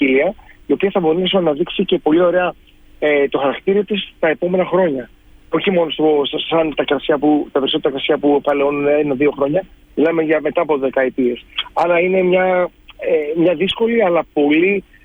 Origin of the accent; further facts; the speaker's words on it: Kefalonia, Ionian Islands, Greece; Δεν είναι επειδή είμαι Κεφαλονίτης και το λέω.